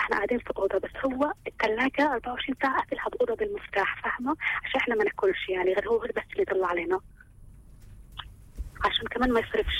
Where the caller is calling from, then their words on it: El Arish, North Sinai, Egypt; انا مصريه بس عريشيه.